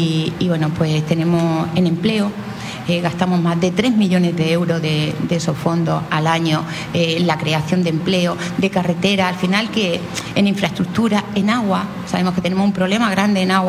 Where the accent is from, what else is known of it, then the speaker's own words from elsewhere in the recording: Spain; Entonces, Melilla y Ceuta es un territorio español, y como española que soy, lo siento mucho, tenemos que defender nuestro territorio.